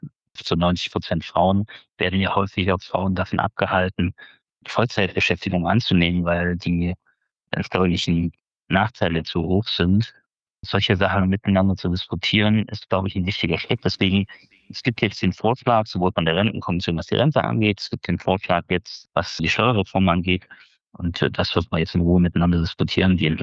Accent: Jena, Thuringia, Germany; born or raised there

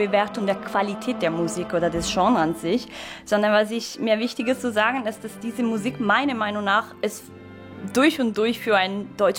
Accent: Italy; moved away; Als Italienerin

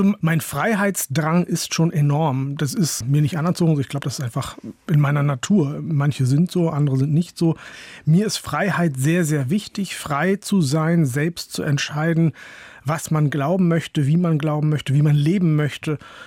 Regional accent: Hollern-Twielenfleth, Lower Saxony, Germany; now in Vienna, Austria; Ich bin ja in Deutschland geboren und aufgewachsen, aber es geht dann, letztlich wird so getan, als sei ich auch nicht von hier. Dann heißt es, geh doch dahin zurück, wo du herkommst und so weiter. Tatsächlich komme ich aus Holland-Schwielen, fliehe aus einem Dorf in Norddeutschland

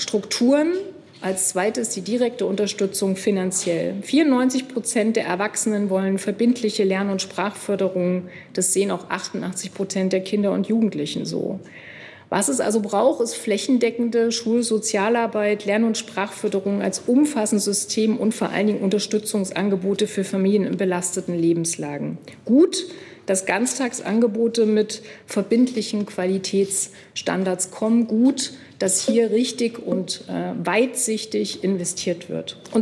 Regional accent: Thuringia, Germany; das sage ich auch als Thüringerin ganz bewusst

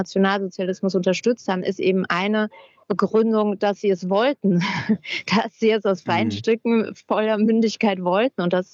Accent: Hermeskeil, Rhineland-Palatinate, Germany; born there

